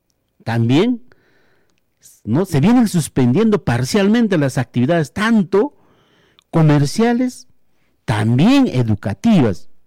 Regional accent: Peru; nosotros como peruanos, porque somos vecinos

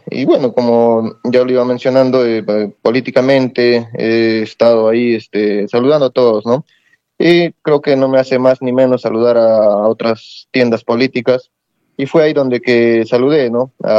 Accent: Villarrica, Pasco, Peru; yo soy de Villarrica, la población me conoce

